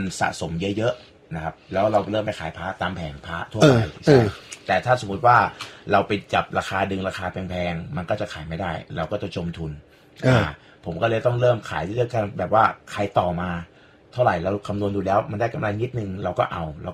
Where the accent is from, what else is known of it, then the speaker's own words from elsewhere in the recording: Sattahip, Chonburi, Thailand; also born or lived in Phatthalung; ผมเกิดที่พัทลุงครับแต่ว่าพ่อผมคนสัตหีบผมก็มาอยู่สัตหีบตั้งแต่ประมาณสักป.4